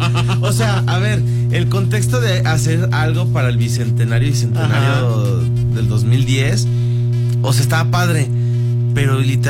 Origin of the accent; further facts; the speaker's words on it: Mexico City, Mexico; born there; Como buen chilango que soy, como yo nací en la Ciudad de México.